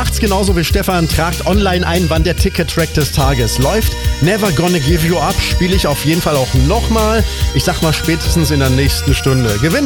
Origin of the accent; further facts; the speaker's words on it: Dortmund, North Rhine-Westphalia, Germany; Ich bin aus Dortmund eigentlich.